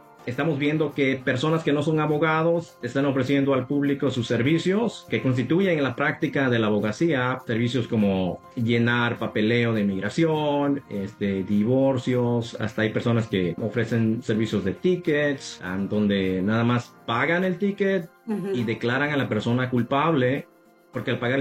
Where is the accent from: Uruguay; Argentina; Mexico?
Mexico; now in North Carolina, United States; como yo soy de México